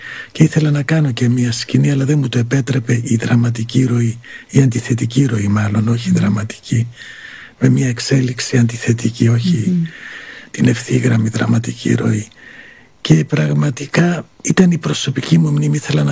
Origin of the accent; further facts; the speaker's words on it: Katerini, Central Macedonia, Greece; Δηλαδή έζησα έναν άγριο μεταεμφύλιο στο χωριό μου. Με τη βία όλα αυτά τα έχω γνωρίσει. Δηλαδή σε εμάς η ειρήνη ήρθε πολύ αργότερα, στην Κατερίνη, στην Πιερία.